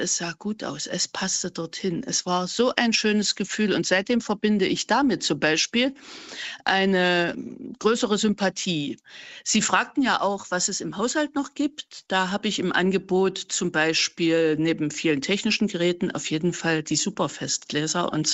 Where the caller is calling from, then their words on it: Dessau, Saxony-Anhalt, Germany; ich rufe aus Dessau an.